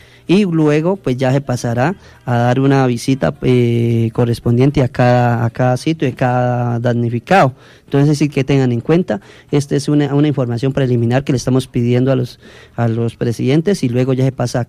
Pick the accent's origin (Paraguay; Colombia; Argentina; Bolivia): Colombia; Somos colombianos, gente pujante y alegre